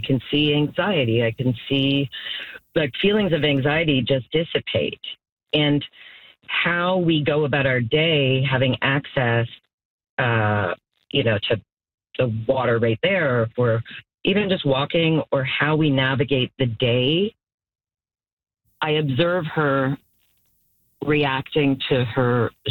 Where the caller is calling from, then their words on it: Wakefield, Quebec, Canada; Wakefield has my heart. So, you know, it's that's where I live.